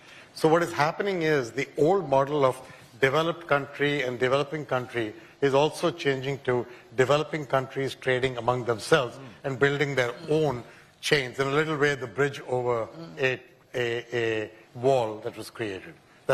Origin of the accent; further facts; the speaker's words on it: India; moved away; growing up in India